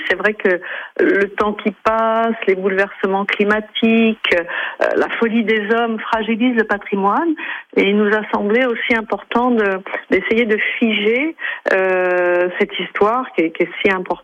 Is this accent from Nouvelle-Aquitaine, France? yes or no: yes; Royan, Nouvelle-Aquitaine, France; chez nous, à Royan